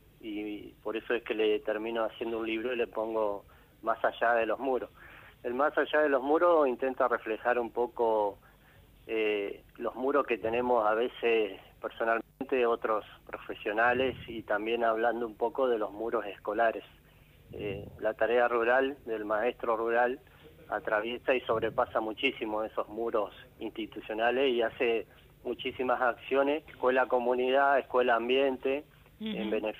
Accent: Ibicuí, Entre Ríos, Argentina; Yo soy nacido y criado en Ibicuí, en Isla del Ibicuí, provincia de Entre Ríos.

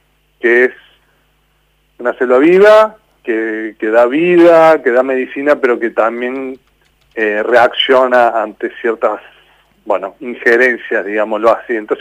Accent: Córdoba, Argentina

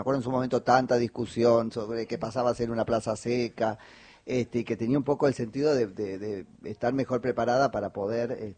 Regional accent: San Andrés de Giles, Buenos Aires Province, Argentina; Yo soy de San Andrés de Giles, te cuento, Lucas.

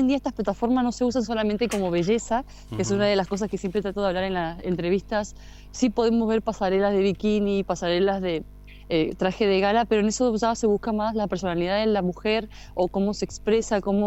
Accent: Río Gallegos, Santa Cruz, Argentina; Nacida y criada, como diríamos nosotros.

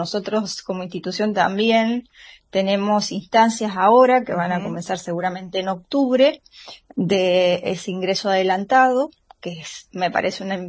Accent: Mendoza, Argentina; moved away as an adult; now in San Luis, Argentina; yo soy de Mendoza y me vine a estudiar a San Luis por la carrera que tenía

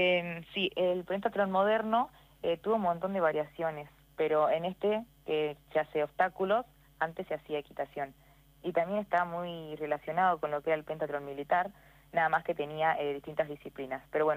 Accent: Salta, Argentina; soy de Salta.

